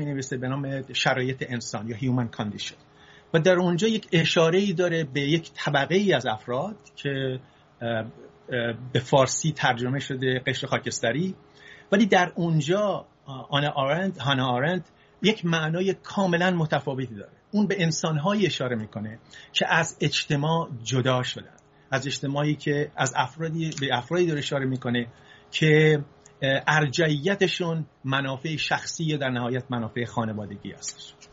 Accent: Isfahan, Iran; also born or lived in Fasa; من تو سال 1337 در شهر فسا متولد شدم، یکی از شهرهای استان فارس.

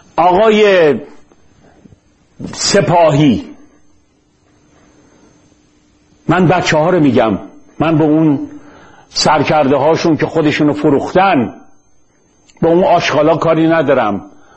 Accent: Iran; چرا ما ایرانی موندیم

